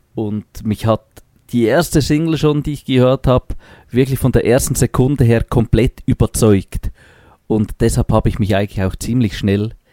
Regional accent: Basel, Basel-Stadt, Switzerland; Ich komme ursprünglich aus Basel, das ist ja eigentlich, da kann man zu Fuß hin und her laufen quasi zwischen Basel und Lörrach

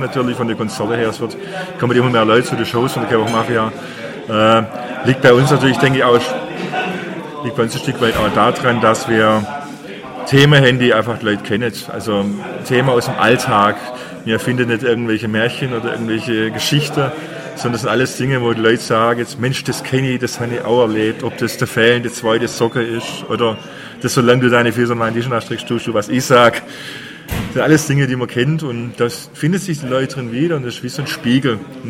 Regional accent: Baden-Württemberg, Germany; accent: Swabian; weil wir sind Schwaben, wir sind im Ländle aufgewachsen und es ist immer so eine Sache, wenn man da versucht Hochdeutsch, man hört es doch immer Schwäbische und ich will mir das nicht abgewöhnen.

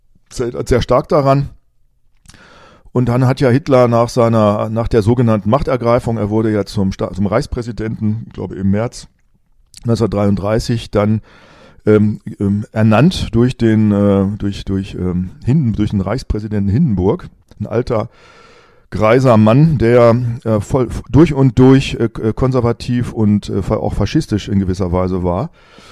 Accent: Rinteln, Lower Saxony, Germany; meiner damaligen Heimatgemeinde quasi meine Geburts- und Kinderstube, Geburtsgemeinde und Kinderstube, wo ich aufgewachsen bin. Das war meine Familie, die Jesusgemeinde in den Rinteln

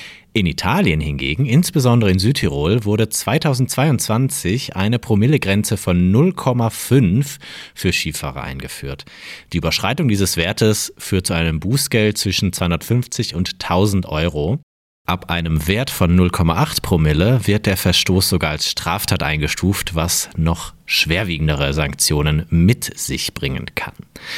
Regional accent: Krefeld, North Rhine-Westphalia, Germany; Mit einem Gin aus Krefeld, hier aus der Umgebung, wo ich herkomme.

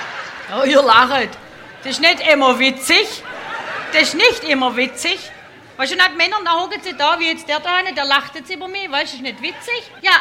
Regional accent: Baden-Württemberg, Germany; accent: Swabian; Ich bin sehr stolz, ein Schwabe zu sein. Und ich schwätze auch gern Schwäbisch, weißt du?

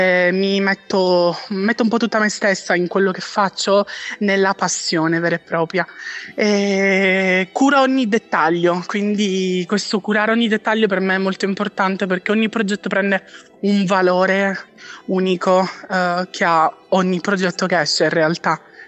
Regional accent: Catania, Sicily, Italy; now in Milan, Italy; Io provengo da Catania ed mm-hmm. è una città molto, molto viva, mm-hmm. ma è viva, è un vivere diverso rispetto a Milano.

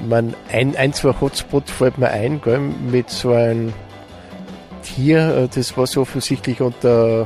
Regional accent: Bavaria, Germany; bei uns, also sagen wir zumindest im bayerischen Raum

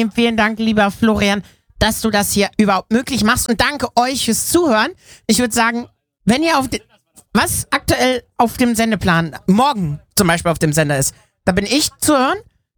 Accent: Oberhausen, North Rhine-Westphalia, Germany; Und Johann und ich kommen ja gar nicht aus Felbert eigentlich. Ich komme noch wenigstens aus dem Ruhrgebiet, aus Oberhausen.

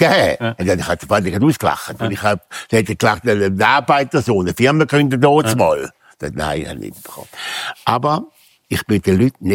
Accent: Bichelsee, Thurgau, Switzerland; ich bin Ehrenbürger. Nicht vergessen, vom Thurgau, von Bichlsee, Balterschwil. Und der Thurgau wird meine Heimat bleiben.

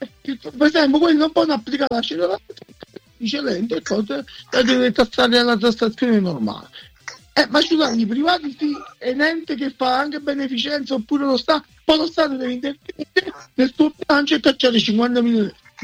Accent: Portici, Campania, Italy; e mi ricordavo un tavolo tondo che avevo quando ero piccolo, che abitavamo a Portici.

